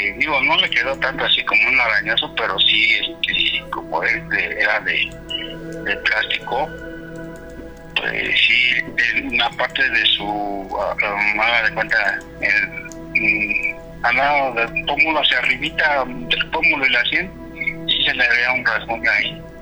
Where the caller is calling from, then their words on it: Mexico City, Mexico; Nosotros somos aquí de Tepito.